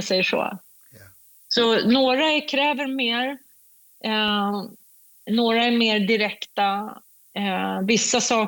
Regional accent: United Kingdom; Swedish is a second language; now in Sweden; Jag kommer från Storbritannien och jag vet hur jag ska säga saker...

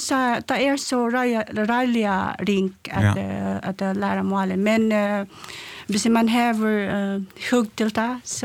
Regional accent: Philippines; Swedish is a second language; now in Sweden; Ja, jag är från Filippinerna.

